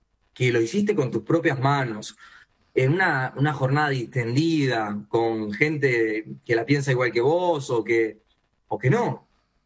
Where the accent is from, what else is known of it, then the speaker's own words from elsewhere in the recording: Montevideo, Uruguay; El montevideanismo por excelencia, ¿no? Somos todos montevideanos acá en su mayoría.